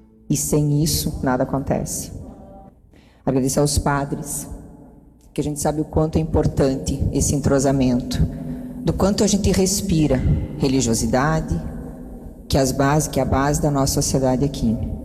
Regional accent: Germany; E eu, como uma boa alemã, no meio disso tudo, digo que hoje o meu coração é italiano.

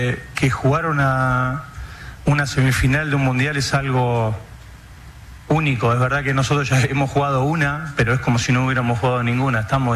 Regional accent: Argentina

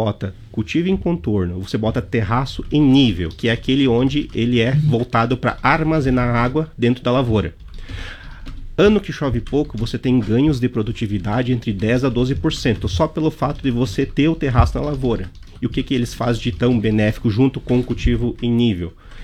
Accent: Santa Catarina, Brazil; Eu sou natural do Alto Vale Itajaí, e lá realmente, acho que os anos que tem El Niño é o que nos mais preocupa, por conta das enchentes.

